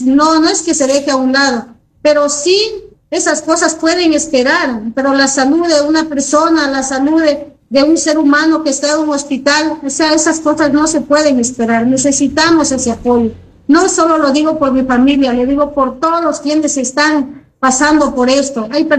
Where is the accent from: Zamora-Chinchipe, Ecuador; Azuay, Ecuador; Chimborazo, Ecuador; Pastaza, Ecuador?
Zamora-Chinchipe, Ecuador; como hermanos zamoranos, como hermanos ecuatorianos